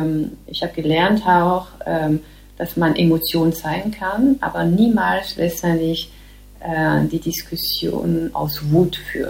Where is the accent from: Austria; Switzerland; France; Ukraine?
France; German is a second language; now in Germany; ich bin eine Frau, ich bin Französin.